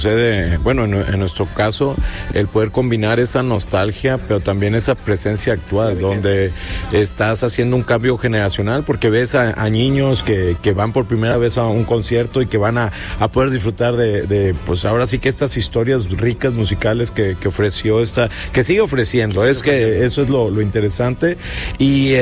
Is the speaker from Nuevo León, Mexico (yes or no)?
yes; Monterrey, Nuevo León, Mexico; hemos pateado bastantes años aquí en Estados Unidos, nos ha tocado, entonces esta química que tenemos como representantes regios